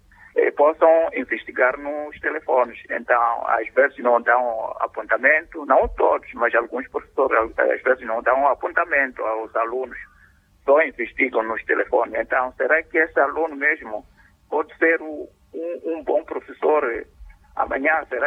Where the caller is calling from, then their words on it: Vilankulo, Inhambane, Mozambique; falo de Vilanculo.